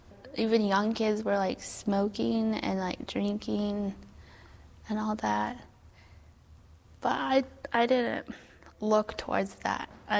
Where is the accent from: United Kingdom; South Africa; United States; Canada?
Canada; Merritt, British Columbia; born there; I was born in Merritt, BC, a little town. I was the only one born there from my family, besides my mom.